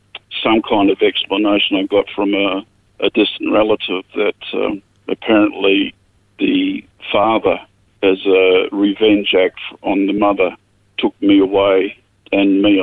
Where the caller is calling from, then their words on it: Narrogin, Western Australia, Australia; Little town called Narrogin, about 2 hours southeast of Perth in WA.